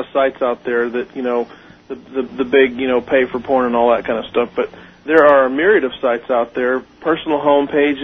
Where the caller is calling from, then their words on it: Fort Smith, Arkansas, United States; I'm listening on KWHN in Fort Smith.